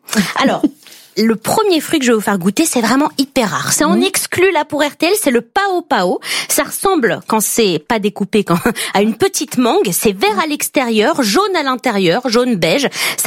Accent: France

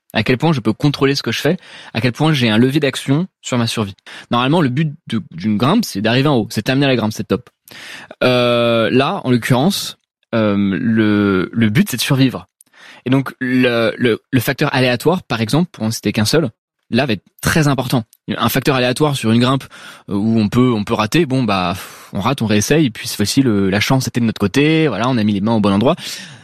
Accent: Paris, Île-de-France, France; Alors, j'ai grandi à Paris, donc du coup, bon, j'ai grandi autour des gratte-ciel, avec pour source d'inspiration ce que je voyais devant moi, donc les bâtiments haussmanniens, les grands gratte-ciel du 13e arrondissement.

